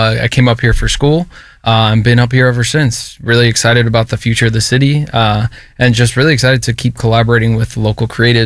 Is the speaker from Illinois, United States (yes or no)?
yes; Chicago, Illinois, United States; moved away as an adult; now in Milwaukee, United States; I am originally from Chicago, moved up to Milwaukee. I'm going to age myself a little bit, but I think it was like 11 years ago now. Yeah. I came up here for school. I've been up here ever since.